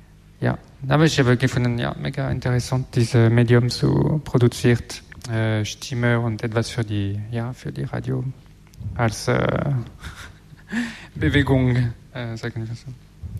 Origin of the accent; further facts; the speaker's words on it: France; accent: French; German is a second language; Ich hoffe, dass ich mache keinen falsch mit meinem französischen Akzent.